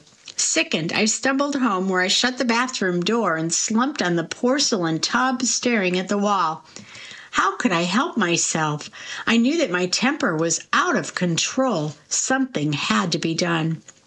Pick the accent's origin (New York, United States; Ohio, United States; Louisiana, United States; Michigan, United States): Michigan, United States; Detroit; since I was growing up in Detroit's inner city.